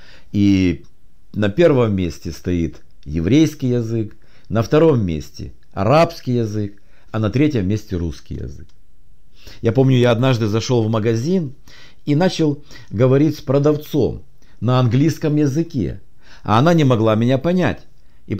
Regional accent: Ukraine; мы были из Украины.

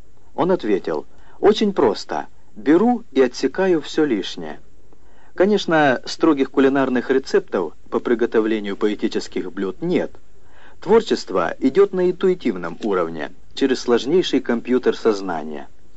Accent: Mariupol, Donetsk Oblast, Ukraine; born there; Я родился в Мариуполе, в христианской семье

